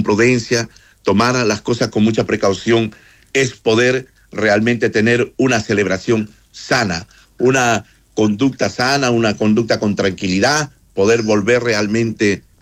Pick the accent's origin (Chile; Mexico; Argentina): Chile; seguimos extrañando realmente esa tierra maravillosa